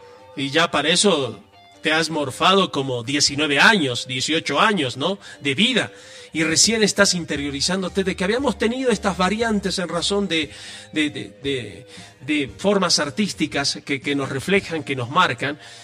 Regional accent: Bolivia; nos representa como bolivianos

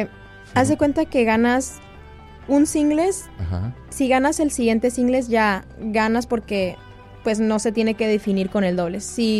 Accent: Mexico

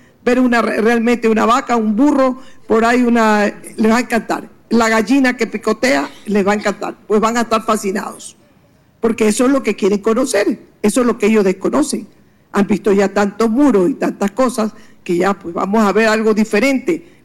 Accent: Ecuador; Yo hablo tanto de mi país porque me siento tan orgullosa, ser chola, montubia, ecuatoriana.

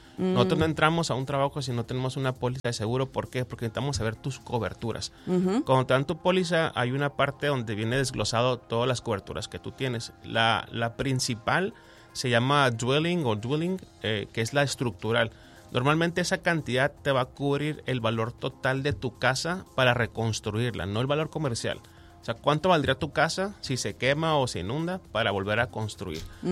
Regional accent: Mexico; como buenos mexicanos, no nos gusta usar el seguro.

